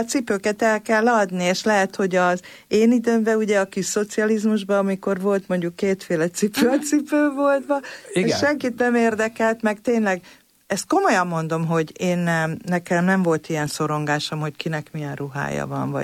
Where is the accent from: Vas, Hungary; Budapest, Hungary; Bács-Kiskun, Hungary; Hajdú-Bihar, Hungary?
Budapest, Hungary; Én a második kerületben nőttem fel, ahol ugye nagyon gazdag gyerekek voltak az osztálytársaim.